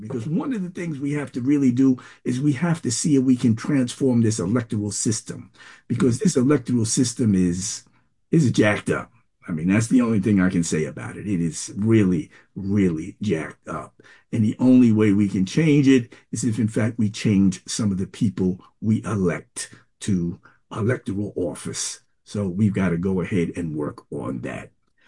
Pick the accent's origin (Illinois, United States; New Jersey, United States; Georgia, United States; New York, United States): New York, United States; I come from a time when we didn't have air conditioning. When I grew up back in Throgs Neck Projects, there was no air conditioning.